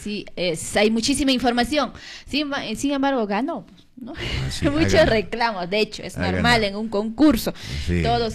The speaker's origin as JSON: {"language": "Spanish", "country": "Peru"}